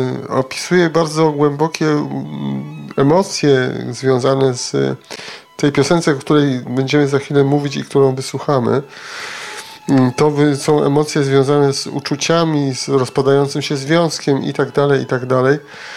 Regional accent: Greater Poland Voivodeship, Poland; now in Wrocław, Poland; ona jest w Warszawie, w Wrocławiu, ale dzisiaj jest u siebie w swoich stronach, czyli w moich też. Pozdrawiam całą ziemię leszczyńską.

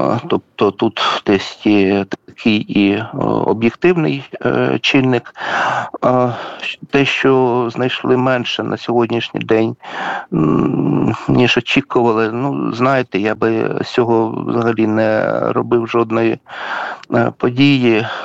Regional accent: Chernihiv Oblast, Ukraine; ну я з Чернігівщини, ну от були коли розкопки

